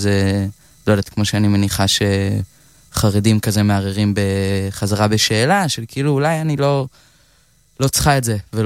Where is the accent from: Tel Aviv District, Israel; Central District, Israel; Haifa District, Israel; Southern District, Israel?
Haifa District, Israel; Hadera; בטח. אני גדלתי בחדרה, נולדתי ב-2002, אני בת 24, זה מה שזה אומר.